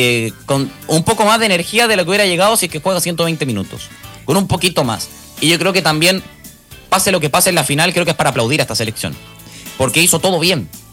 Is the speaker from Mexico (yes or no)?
no; Chile; yo como chileno